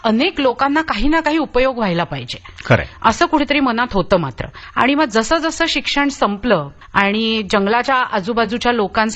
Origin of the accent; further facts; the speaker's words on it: Ratnagiri, Maharashtra, India; moved away; also born or lived in Pune; माझ्या आईबाबांची नोकरी रत्नागिरी मध्ये होती आणि त्यांच्यामुळे माझं बालपण अतिशय सुखात रत्नागिरीत